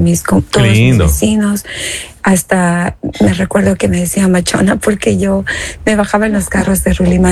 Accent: Cuenca, Azuay, Ecuador; now in United States; Yo crecí en la ciudad de Cuenca, yo ahora estoy en Estados Unidos ya como por 30 y algo de años.

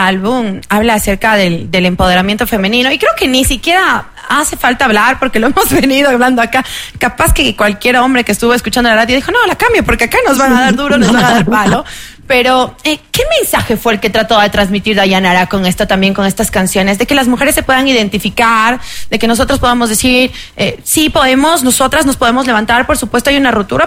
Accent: Ecuador; nosotros, en general, como ecuatorianos

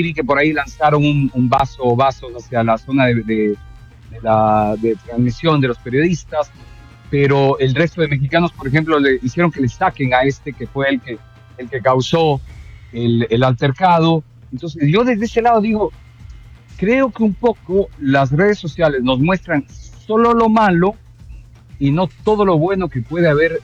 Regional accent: Ecuador

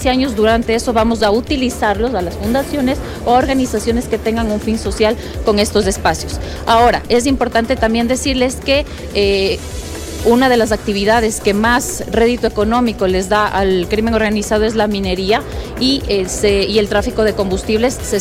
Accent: Ecuador; Porque nosotros como ecuatorianos, ustedes, nosotros, todos pagamos, ¿sí?

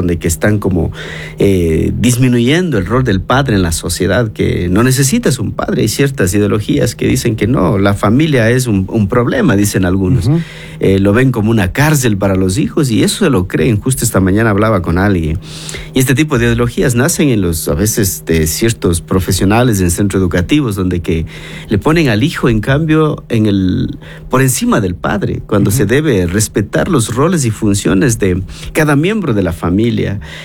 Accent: Cañar, Ecuador; born there; now in Cuenca, Ecuador; yo nací en Cañar. Esta ciudad me ha adoptado.

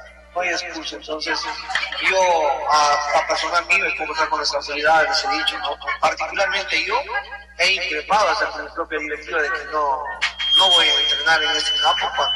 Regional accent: Rioja, San Martín, Peru; como riojano que soy

